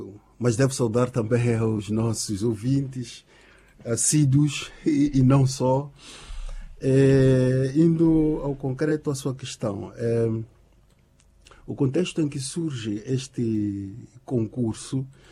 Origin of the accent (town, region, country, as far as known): Mozambique